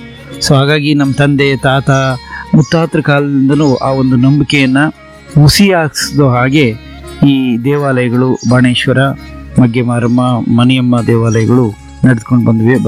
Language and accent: Kannada; Karnataka, India; ಇದು ನಾನು ಕರ್ನಾಟಕದಲ್ಲಿ ಎಲ್ಲೂ ನೋಡಿಲ್ಲ, ಇಲ್ಲಿದೆ ಮಗ್ಗಿನ ನಮ್ಮೂರಲ್ಲಿ ಮಾತ್ರ ನೋಡಿರೋದು